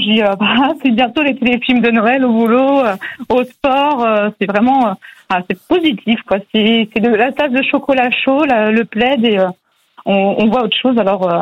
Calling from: Pordic, Brittany, France; De Pordic, à côté de Saint-Brieuc.

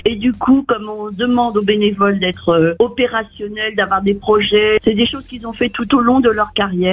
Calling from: Narbonne, Occitanie, France; J'appelle de Narbonne

